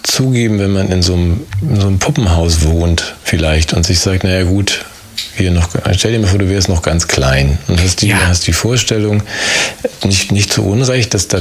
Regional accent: Germany; Wir wollen uns gerne auflösen als Deutsche.

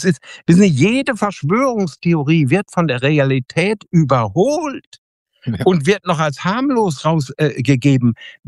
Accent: Bünde, North Rhine-Westphalia, Germany; freue ich mich, dass ich übermorgen am Donnerstag in Bünde in Westfalen, in meiner Heimat, viele unserer Zuschauer hoffentlich treffen werde.

